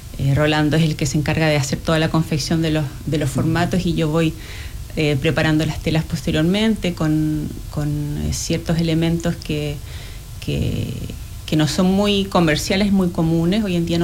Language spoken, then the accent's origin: Spanish; Chile Chico, Aysén, Chile; moved away as an adult; Chile Chico es mi ciudad natal.